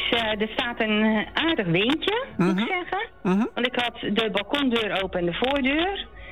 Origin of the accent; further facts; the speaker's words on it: Waddinxveen, South Holland, Netherlands; ik ben geboren en getogen in Waddinxveen. Ik ga er niet meer weg.